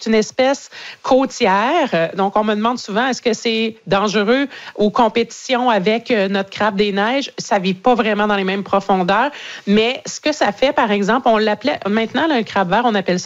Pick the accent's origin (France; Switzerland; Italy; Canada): Canada; Quebec; Puis pour limiter les dégâts, chez nous, en Gaspésie, aux îles de la Madeleine, il y a plusieurs comités